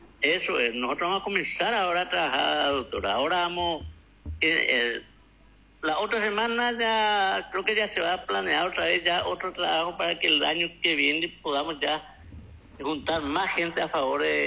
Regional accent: Pedro Juan Caballero, Amambay, Paraguay; yo soy de Pedro Juan

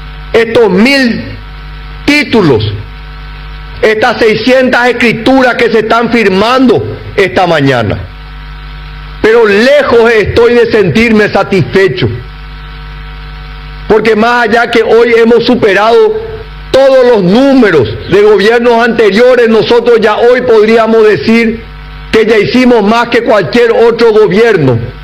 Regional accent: Paraguay; me siento orgulloso como paraguayo, como un joven que ama a esta patria

